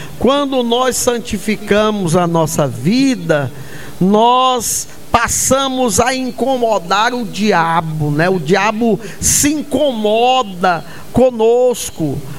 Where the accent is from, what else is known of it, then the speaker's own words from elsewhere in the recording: Brazil; born there; Eu nasci aqui no Brasil